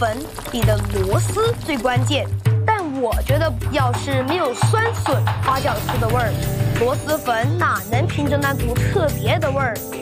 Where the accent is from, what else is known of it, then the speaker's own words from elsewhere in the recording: Liuzhou, Guangxi, China; 我的家乡柳州现在可火了。